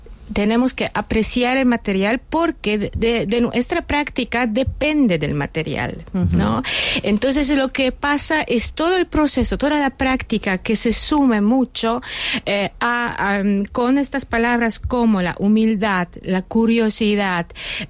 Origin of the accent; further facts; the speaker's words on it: Kraków, Lesser Poland, Poland; Spanish is a second language; Yo vengo de Cracovia, que es la antigua capital de Polonia, con un castillo renacentista, con muchos edificios renacentistas, el centro es muy histórico